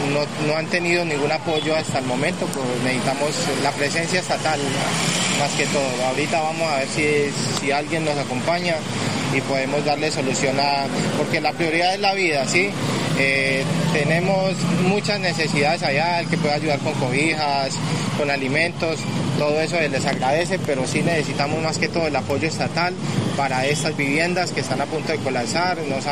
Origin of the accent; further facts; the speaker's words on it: Cali, Valle del Cauca, Colombia; Buenos días … soy de la Comuna 12, el barrio Nueva Floresta